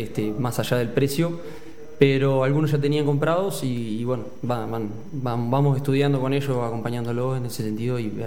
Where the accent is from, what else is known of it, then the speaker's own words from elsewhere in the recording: Soriano, Uruguay; also born or lived in Ombúes de Lavalle, Colonia; soy oriundo de paraje Arroyo del Medio, departamento Soriano. Kilómetro 47 de 500, más específicamente.